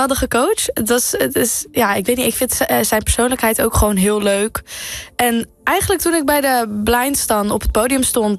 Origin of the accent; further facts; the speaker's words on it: Maassluis, South Holland, Netherlands